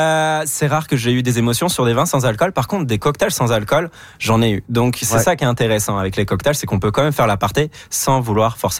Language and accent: French; France